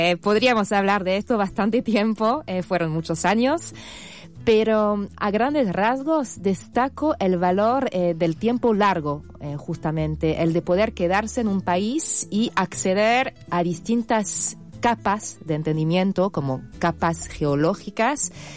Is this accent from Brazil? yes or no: no; France; moved away as an adult; now in Argentina; después de 11 años cubriendo Argentina y también Chile, vuelvo para mi país de origen, Francia